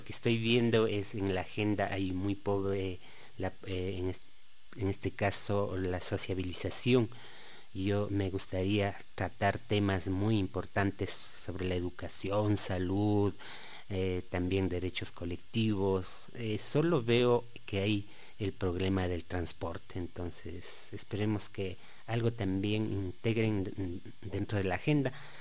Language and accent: Spanish; Cotopaxi, Ecuador; yo soy de Jilingua